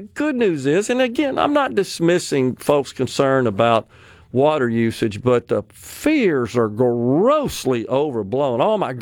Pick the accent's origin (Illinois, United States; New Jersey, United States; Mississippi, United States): Mississippi, United States; Jackson; West Jackson over there to where I grew up on Northside Drive, kind of sandwiched between Bowling Street and Watkins